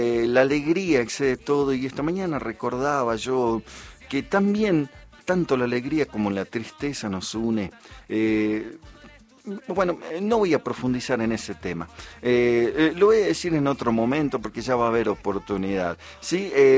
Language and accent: Spanish; Argentina